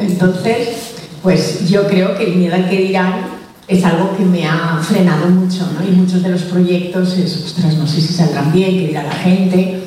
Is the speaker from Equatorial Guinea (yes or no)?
yes; Equatorial Guinea; para una vez que mi país de origen me pide algo, voy a decir que no. Total, que me fui a Guinea.